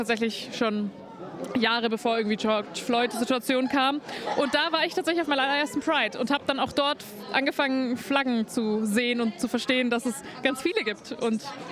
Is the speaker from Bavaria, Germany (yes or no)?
yes; Nuremberg, Bavaria, Germany; moved away as an adult; also born or lived in Tübingen; Ich bin in Nürnberg aufgewachsen.